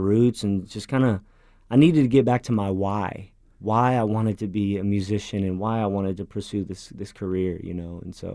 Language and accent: English; North Richland Hills, Texas, United States; So I grew up in a little town outside of Fort Worth called North Richland Hills.